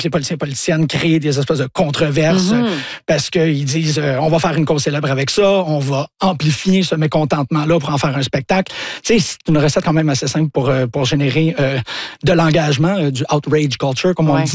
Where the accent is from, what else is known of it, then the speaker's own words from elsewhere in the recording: Montreal, Quebec, Canada; Mon premier souvenir d'une librairie, c'est quand j'étais jeune, ici à Montréal, sur Sainte-Catherine, il y a une librairie qui s'appelait Argo, en fait, elle a déménagé maintenant, mais elle était juste à côté de chez nous.